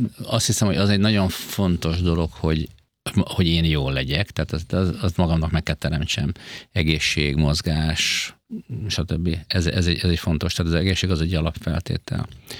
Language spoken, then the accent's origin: Hungarian; Hungary; born there; nekem itt van dolgom, azért születtem ide.